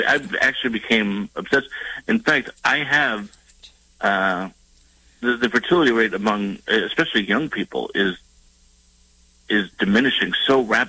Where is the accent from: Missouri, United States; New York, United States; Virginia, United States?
New York, United States; growing up in New York